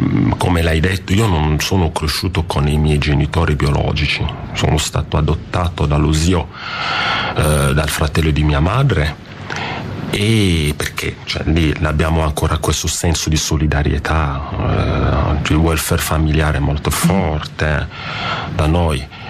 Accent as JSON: {"language": "Italian", "country": "Cameroon", "moved": "yes", "lives_now": "Italy"}